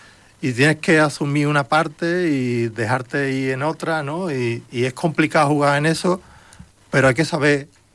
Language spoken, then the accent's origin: Spanish; Andalusia, Spain; nosotros como andaluces